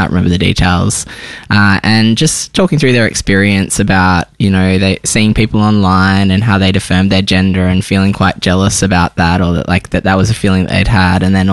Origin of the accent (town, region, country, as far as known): Tamworth, New South Wales, Australia; born or raised there; also born or lived in Sydney; now in Melbourne, Australia